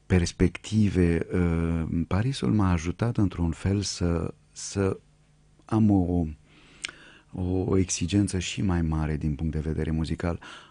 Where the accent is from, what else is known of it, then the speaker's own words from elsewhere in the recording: Romania; moved away as an adult; now in France; am rămas român, acum sunt și francez. Cele două naționalități, cele două au rămas în mine